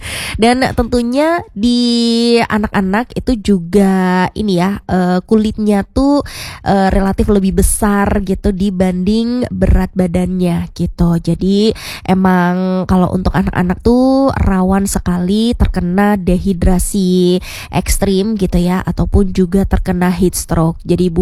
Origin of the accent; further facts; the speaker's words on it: Yogyakarta, Special Region of Yogyakarta, Indonesia; kita sebagai warga Jogja yang mungkin tubuhnya tuh sudah beradaptasi dengan kondisi cuaca di Jogja